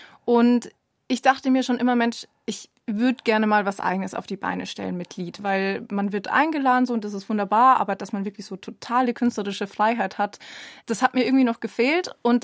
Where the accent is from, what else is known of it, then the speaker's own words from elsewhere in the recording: Straubing, Bavaria, Germany; Also ich bin gebürtige Straubingerin. Ich bin dort aufgewachsen